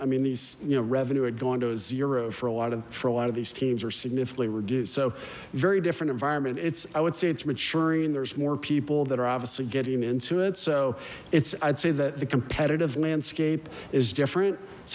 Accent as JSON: {"language": "English", "town": "Austin", "region": "Texas", "country": "United States", "tie": "born or raised there", "said": "I grew up in Austin, so we had a view, Austin-San Antonio view, but that was different."}